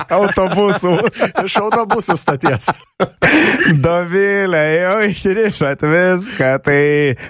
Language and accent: Lithuanian; Pivašiūnai, Alytus County, Lithuania; taip mes iš Alitaus abu krašto, aš iš Pivaišių